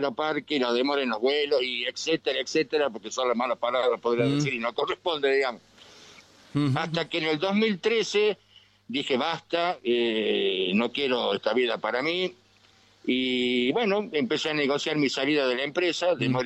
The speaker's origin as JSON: {"language": "Spanish", "region": "Tucumán", "country": "Argentina", "moved": "yes", "lives_now": "Salta, Argentina", "said": "Yo soy tucumano, pero hace 54 años que vivo en Salta."}